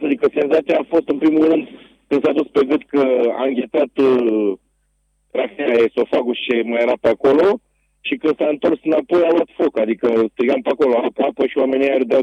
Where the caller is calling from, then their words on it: Bucharest, Romania; fiind din București